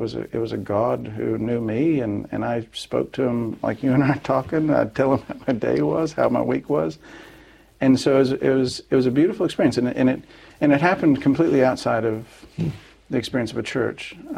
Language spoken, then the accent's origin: English; Olathe, Kansas, United States; also born or lived in Hays, Kansas; Well, I was born in Hayes, Kansas, in western Kansas, and lived my first 8 years or so of my life in Kansas. We moved to a suburb of Kansas City on the Kansas side, Olathe, Kansas, and that's where I first remember things